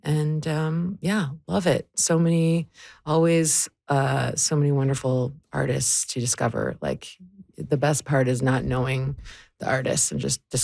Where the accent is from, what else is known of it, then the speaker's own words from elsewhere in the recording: Ontario, Canada; when I was living in Ontario, because I'm from Ontario.